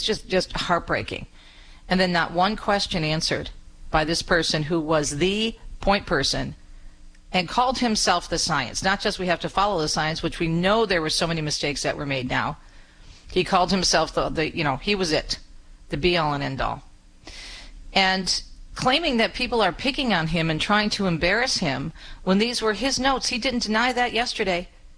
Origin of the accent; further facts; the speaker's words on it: Michigan, United States; about Catholic Charities suing my home state of Michigan